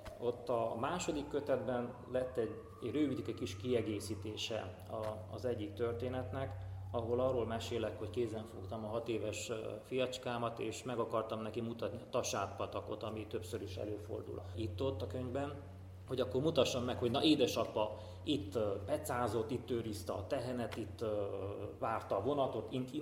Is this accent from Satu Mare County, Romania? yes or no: no; Fugyivásárhely, Bihor, Romania; also born or lived in Oradea; Nagyváradi születésű vagyok, Fugyivásárhelyen nőttem fel.